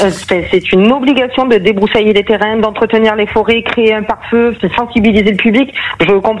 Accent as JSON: {"language": "French", "region": "south of France", "country": "France", "said": "Je suis du Sud, donc je sais de quoi je parle."}